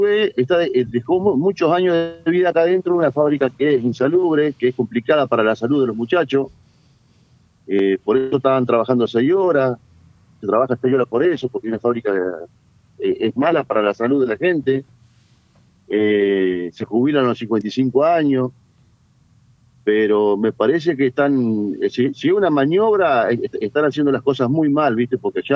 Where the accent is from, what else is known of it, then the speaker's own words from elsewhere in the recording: Gualeguaychú, Entre Ríos, Argentina; Yo soy de Gualeguaychú, sí.